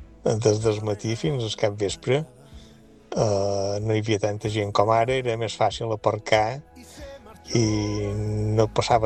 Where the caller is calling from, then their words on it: Ciutadella, Balearic Islands, Spain; som de Ciutadella.